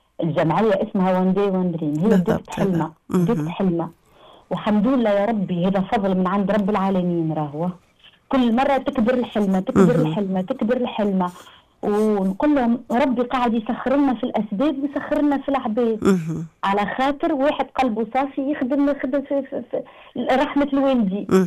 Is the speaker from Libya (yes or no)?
no; Tunisia; بلادنا تونس